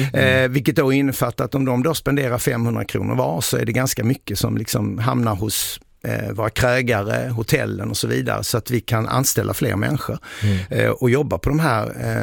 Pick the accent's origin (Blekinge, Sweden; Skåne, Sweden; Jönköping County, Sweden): Skåne, Sweden; moved away; Jag är egentligen skåning från början.